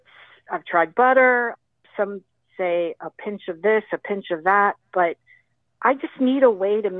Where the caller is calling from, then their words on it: Southport, North Carolina, United States; I'm calling from Southport, North Carolina.